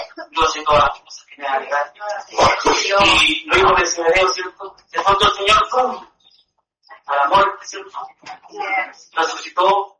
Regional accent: Chile; nosotros somos chilenos. Dios nos dejó en este país, tenemos que hablar como chilenos.

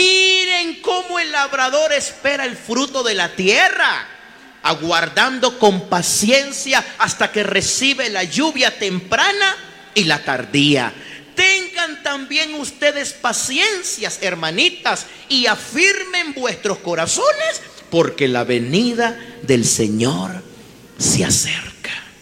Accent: Nicaragua; now in Guatemala; yo soy nicaragüense. Yo no hablo mam, yo hablo quiché. No lo hablo todo, por supuesto, todo el idioma, pero hablo quiché. Me gusta el idioma.

